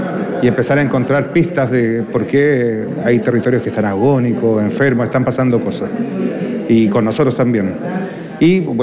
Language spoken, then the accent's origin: Spanish; Santiago, Santiago Metropolitan Region, Chile; la macrorregión de Santiago, que es de donde yo vengo.